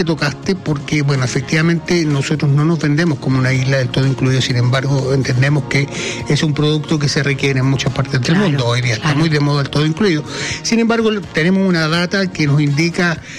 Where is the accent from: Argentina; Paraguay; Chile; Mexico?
Chile; particularmente para nosotros como chilenos